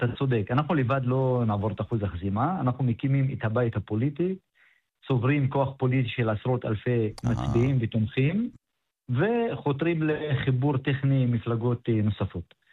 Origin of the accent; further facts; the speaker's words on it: Maghar, Northern District, Israel; אני ממרר.